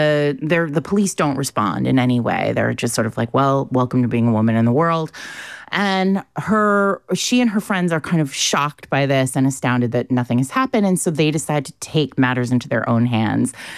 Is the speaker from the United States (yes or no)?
yes; Rhode Island, United States; when I was a kid, I grew up in Rhode Island, but my parents had this very cute little house in Ashland, New Hampshire, which is right near Plymouth and, you know, right around the corner from Meredith.